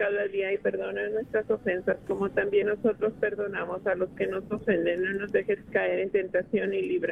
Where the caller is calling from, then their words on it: Denver, Colorado, United States; Le llamo de aquí, de Denver, Colorado.